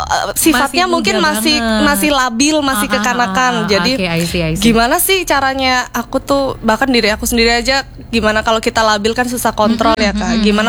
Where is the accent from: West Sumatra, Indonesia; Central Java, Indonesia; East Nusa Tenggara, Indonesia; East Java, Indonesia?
East Java, Indonesia; Jember; moved away as an adult; now in Jakarta, Indonesia; Saya Jawa, Jawa Timur asli, lahir di Jember. Jadi 19 tahun … jadi manusia Jember. 19 tahun lalu pindah ke Jakarta